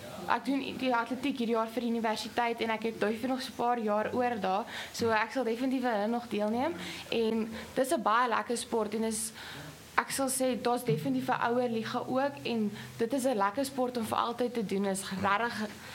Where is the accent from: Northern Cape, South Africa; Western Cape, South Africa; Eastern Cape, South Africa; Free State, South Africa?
Eastern Cape, South Africa; Despatch; ek kom van Dispatch of ook.